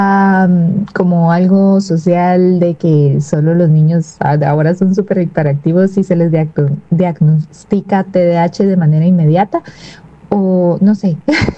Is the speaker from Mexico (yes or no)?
no; Guatemala; Hola, soy … de Guatemala